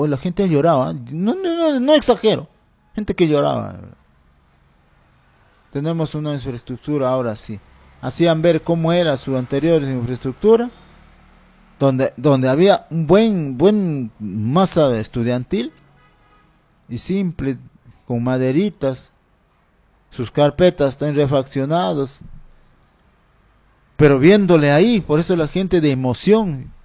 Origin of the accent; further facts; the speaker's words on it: Junín, Peru; ahí donde mi pueblo, mi anexo donde me vio crecer, Unión Autiqui, Belén Anapiare, Centro Anapiare, Quimari de Unión Andahuaylas.